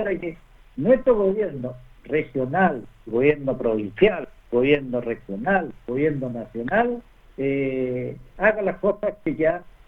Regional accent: Aysén, Chile; Yo soy oriundo de Aysén, de una familia que llegó el año 26. Mi familia está 100 años en Aysén. Yo nací en el campo. Soy la tercera generación de … … que llegó a Aysén

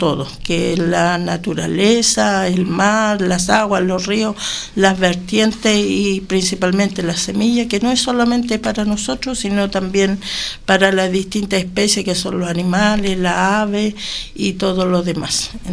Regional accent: Carahue, Araucanía, Chile; yo vengo de Carahue, de un sector que se llama Collico Alto.

